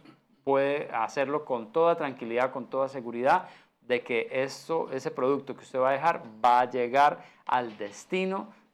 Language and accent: Spanish; Colombia